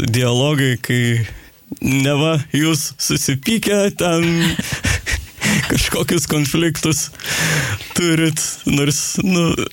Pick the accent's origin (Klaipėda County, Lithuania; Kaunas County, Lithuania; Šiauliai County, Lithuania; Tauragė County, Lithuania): Šiauliai County, Lithuania; Kairiai; accent: Šiauliai dialect; now in Utena, Lithuania; Aš kilęs iš Šiaulių rajono, Kairių miestelio, tai kai grįžtu į Šiaulius, kalbu šiaulietiškai.